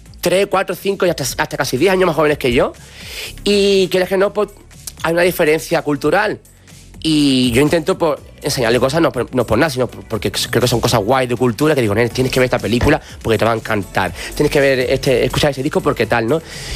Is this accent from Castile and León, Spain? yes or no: no; Alcalá de los Gazules, Andalusia, Spain; pero yo vivía antes aún en mi pueblo, en Alcalá de los Gazules.